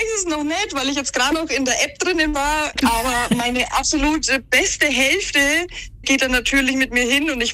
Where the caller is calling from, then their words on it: Bayreuth, Bavaria, Germany; Ich bin in Bayreuth